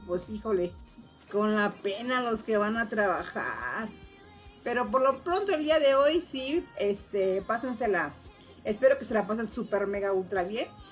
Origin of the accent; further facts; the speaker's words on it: Sinaloa, Mexico; born there; moved away; de allá de mi tierra natal